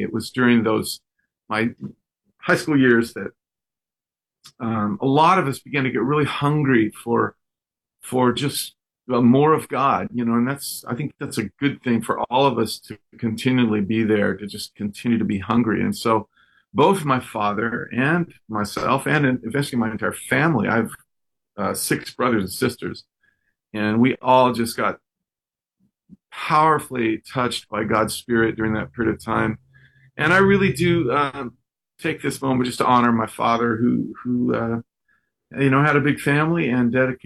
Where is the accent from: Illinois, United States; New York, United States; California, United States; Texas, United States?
Texas, United States; born there; When I was just a kid, I was born in Texas.